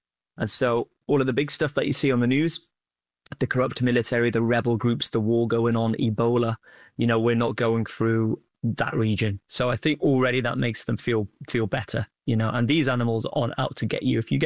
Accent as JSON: {"language": "English", "town": "Old Colwyn", "region": "Wales", "country": "United Kingdom", "tie": "born or raised there"}